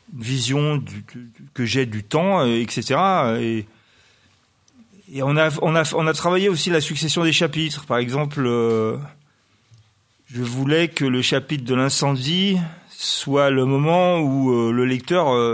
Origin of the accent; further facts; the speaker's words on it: Grenoble, Auvergne-Rhône-Alpes, France; je suis grenoblois